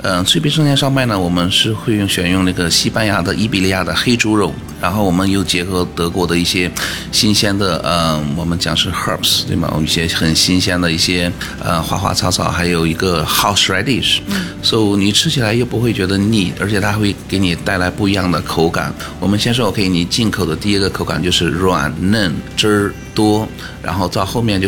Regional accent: Beijing, China; moved away; 我是北京人，我是北方人，

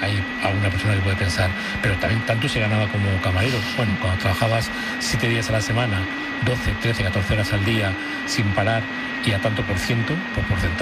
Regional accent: Córdoba, Andalusia, Spain; born there; es mi ciudad natal, uh-huh, Córdoba, que es, como todo el mundo sabe, la ciudad del mundo con más lugares patrimonio de la humanidad.

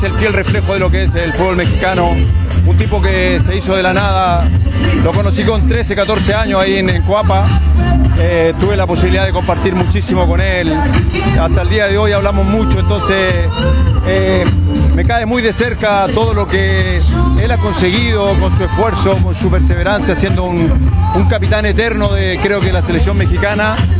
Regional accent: Chile; Como chilenos tenemos bonitos recuerdos, otros no tan buenos

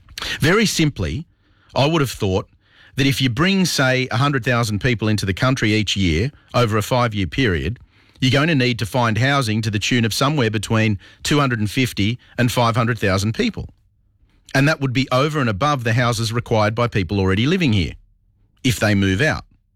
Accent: Australia; I encourage anyone to look into the process as an Australian of how hard it is to emigrate to the US, anywhere in Europe, or any of the big Asian countries.

